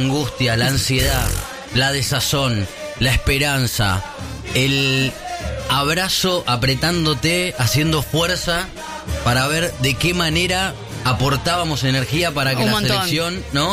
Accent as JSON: {"language": "Spanish", "country": "Argentina", "said": "somos argentinos, es nuestro ADN"}